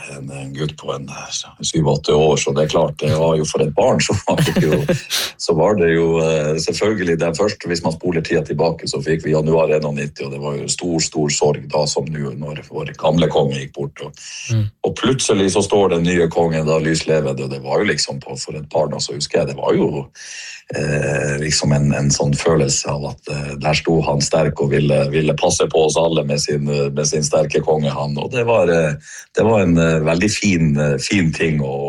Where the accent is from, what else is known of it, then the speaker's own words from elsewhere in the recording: Bugøynes, Finnmark, Norway; har alltid følt meg veldig, veldig trygg på at jeg er fra nettopp Bugøynes og kommunen våre Sør-Varanger og jobber i dag her i Kirkenes, som du sier, i Syd-Varanger gruve.